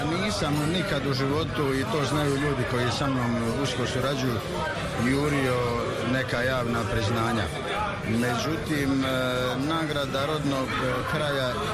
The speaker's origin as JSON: {"language": "Croatian", "town": "Metković", "region": "Dubrovnik-Neretva County", "country": "Croatia", "tie": "born or raised there", "moved": "as an adult", "lives_now": "Zagreb, Croatia", "said": "Živim i radim u Zagrebu, rodom sam iz Metkovića. Dakle, ovdje sam obavio osnovnoškolsko i srednjoškolsko obrazovanje. Nakon toga sam otišao u Zagreb na visokoškolsko obrazovanje"}